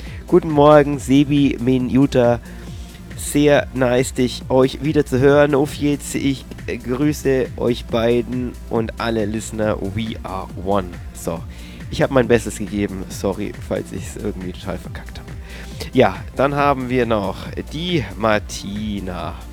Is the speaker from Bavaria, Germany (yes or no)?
yes; Bavaria, Germany; Ich bin Franke und ich bin, weißt du was, echt schlecht.